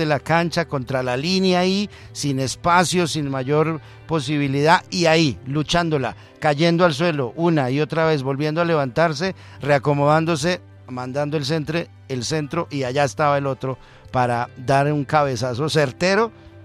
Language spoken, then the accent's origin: Spanish; Colombia; lo más destacado hasta este momento para nosotros como colombianos es que Colombia comenzó con pie derecho.